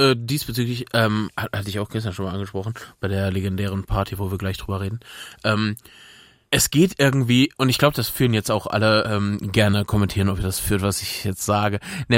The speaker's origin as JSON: {"language": "German", "region": "Berlin", "country": "Germany", "said": "ich bin jetzt hier gemeldet, ich bin Berliner"}